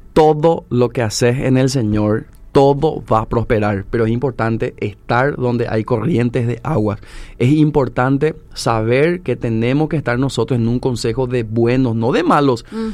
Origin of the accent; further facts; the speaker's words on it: Paraguay; Es algo que tenemos que hacer todos como ciudadanos paraguayos en este caso.